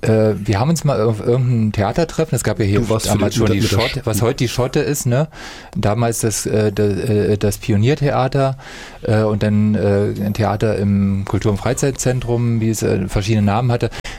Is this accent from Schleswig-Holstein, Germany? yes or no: no; Saxony-Anhalt, Germany; Ich komme aus Sachsen-Anhalt übrigens.